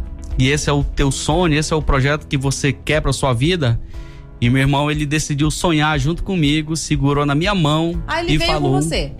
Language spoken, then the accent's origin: Portuguese; Manaus, Amazonas, Brazil; moved away as an adult; now in Goiânia, Brazil; A nossa cidade de origem mesmo é Manaus, Amazonas.